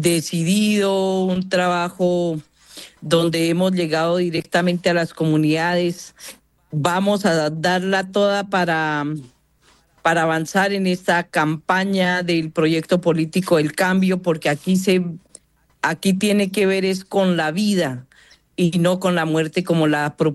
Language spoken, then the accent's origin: Spanish; Colombia; nosotros no podamos ser capaces de incluir a la gente que todos somos colombianos y colombianas